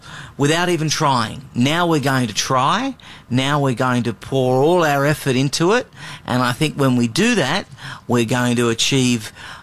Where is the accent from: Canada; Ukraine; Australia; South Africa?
Australia; moved away as an adult; now in United States; I was born and raised in Australia, came as quickly to the United States as I possibly could.